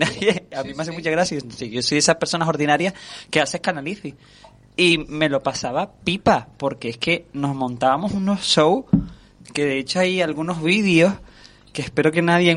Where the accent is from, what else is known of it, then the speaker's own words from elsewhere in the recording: Firgas, Canary Islands, Spain; en mi barrio, yo soy de Firgas, que es el pueblo más pequeñito de la isla, y uno de los barrios que es buen lugar en el que yo vivo.